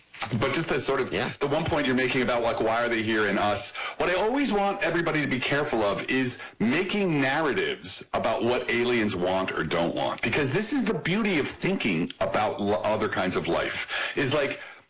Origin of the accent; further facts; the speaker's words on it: Belleville, New Jersey, United States; First of all, go Jersey. I'm from Jersey. I'm from like the Newark area. I'm up from Belleville.